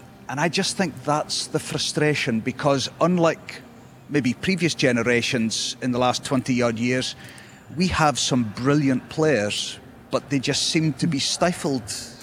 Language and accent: English; Scotland, United Kingdom